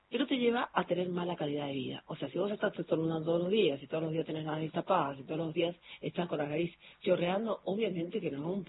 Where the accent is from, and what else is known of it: Bellavista, Corrientes, Argentina; born or raised there; now in Buenos Aires, Argentina